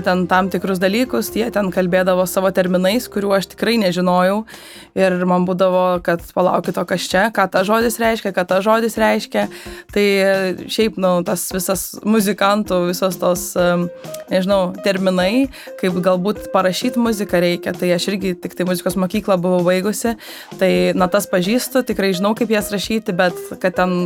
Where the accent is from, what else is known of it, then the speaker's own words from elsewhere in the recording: Krekenava, Panevėžys County, Lithuania; moved away as an adult; aš esu iš Krekenavos